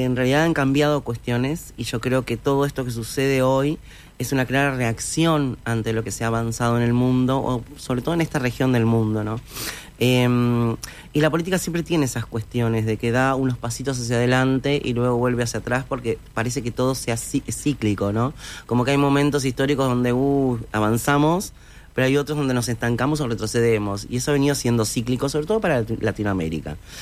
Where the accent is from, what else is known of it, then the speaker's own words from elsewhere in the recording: San Carlos, Maldonado, Uruguay; yo soy del interior, me crié en el interior, soy nacida y criada en San Carlos